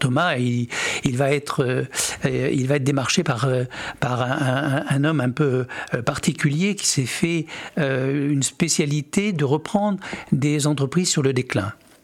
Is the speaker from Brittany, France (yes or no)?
no; Nouvelle-Aquitaine, France; Pourquoi en Charente? Parce qu'en fait, c'est ma terre natale.